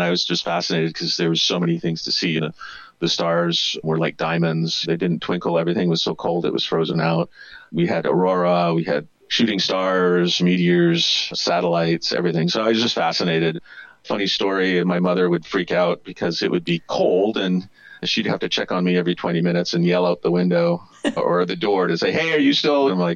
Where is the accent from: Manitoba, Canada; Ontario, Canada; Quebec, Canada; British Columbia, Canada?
Manitoba, Canada; Wawanesa; I'm originally from Canada. I grew up in a very small town of 500 people, a small town about 120 miles due west of Winnipeg, Manitoba, a place called Wawanisa.